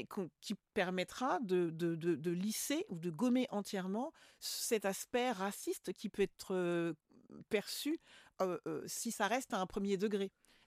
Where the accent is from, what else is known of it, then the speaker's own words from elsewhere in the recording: French West Indies, France; moi je suis originaire des Antilles françaises.